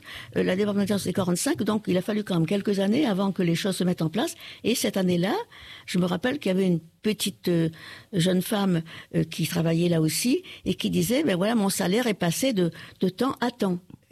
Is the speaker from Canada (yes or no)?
no; Réunion, France; Je suis réunionnaise et je le renie pas.